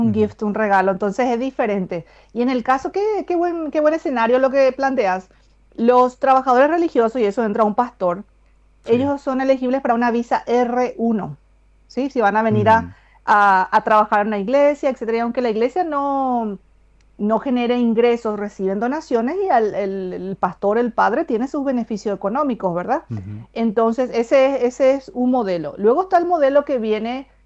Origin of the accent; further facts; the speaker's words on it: Paraguay; moved away as an adult; now in Miami, United States; Soy paraguayo y vivo en Miami desde el año 2009.